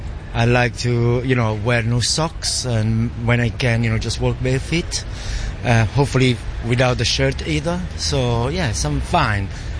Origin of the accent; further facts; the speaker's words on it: Naples, Campania, Italy; now in London, United Kingdom; And I'm originally from Italy. I'm used to this weather, even though in Naples it's getting warmer and warmer.